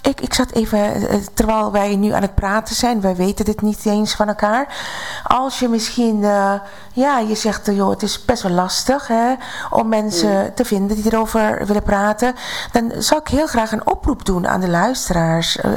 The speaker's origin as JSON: {"language": "Dutch", "country": "Suriname", "tie": "born or raised there", "said": "ik ben in Suriname opgegroeid. Tussen alle bevolkingsgroepen."}